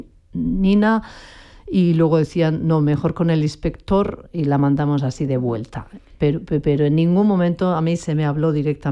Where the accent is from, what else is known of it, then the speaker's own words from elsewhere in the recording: Basque Country, Spain; yo siendo una vasca, una persona vasca políticamente perseguida todos estos años